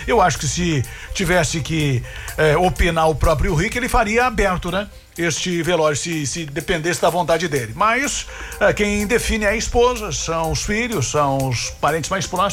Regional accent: Carazinho, Rio Grande do Sul, Brazil; o cara é de Carazinho, da minha terra.

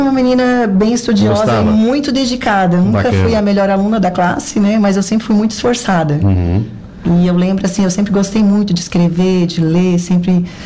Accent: Criciúma, Santa Catarina, Brazil; moved away as an adult; now in Araranguá, Brazil; eu sou natural de Criciúma, né? Nasci na terra do tigre

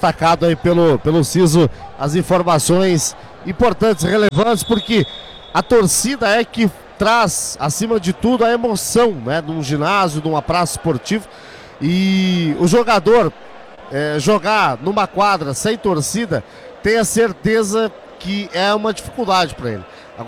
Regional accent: Santo Antônio do Sudoeste, Paraná, Brazil; venho lá da cidade de Santo Antônio do Sudoeste

